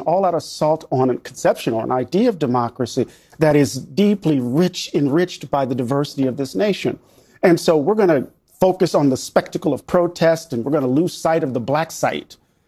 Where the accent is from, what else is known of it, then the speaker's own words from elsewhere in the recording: Moss Point, Mississippi, United States; I'm from Mississippi.